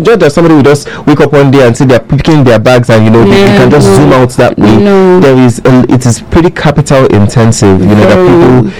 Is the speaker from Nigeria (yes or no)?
yes; Nigeria; as a Nigerian